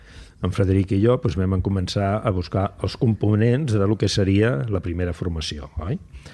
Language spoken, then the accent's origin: Catalan; Sant Vicenç dels Horts, Catalonia, Spain; A Sant Vicenç dels Horts